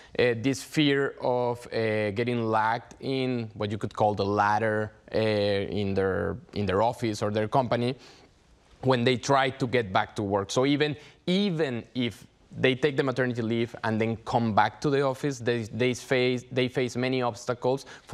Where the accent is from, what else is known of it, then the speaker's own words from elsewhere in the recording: Mexico; moved away as an adult; now in South Korea; my home country in Mexico